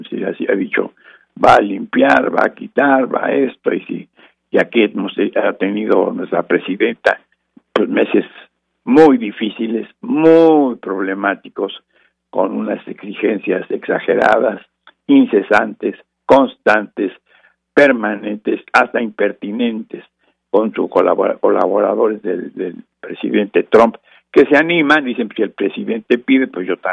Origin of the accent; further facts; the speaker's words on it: Guadalajara, Jalisco, Mexico; esa espléndida tierra, mi tierra Guadalajara, pues es mi tierra Jalisco